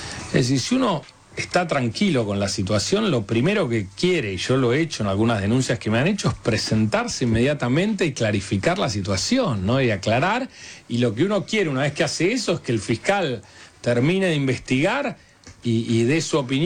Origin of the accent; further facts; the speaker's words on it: Argentina; creo que también eso es parte del problema que tenemos como argentinos, ¿no?